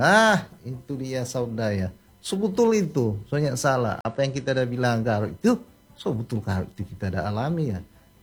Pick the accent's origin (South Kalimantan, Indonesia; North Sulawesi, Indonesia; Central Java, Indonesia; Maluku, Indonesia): North Sulawesi, Indonesia; torang orang Manado atau torang orang Sulawesi Utara